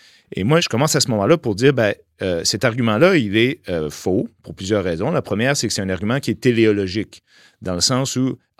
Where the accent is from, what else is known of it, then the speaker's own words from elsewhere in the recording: Rimouski, Quebec, Canada; also born or lived in Gaspésie; je suis originaire de la Gaspésie, j'ai grandi à Rimouski. Quand j'ai fait mes études, bon, je suis parti en France un moment